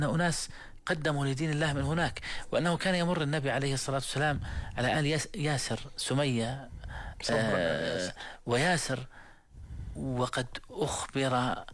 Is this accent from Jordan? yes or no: yes; Jordan; انا بس بنتمي لبلدي، انا من الاردن بس بدافع